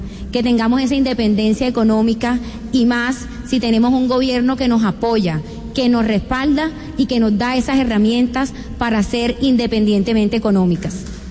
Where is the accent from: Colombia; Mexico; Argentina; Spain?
Colombia; Nosotras las mujeres colombianas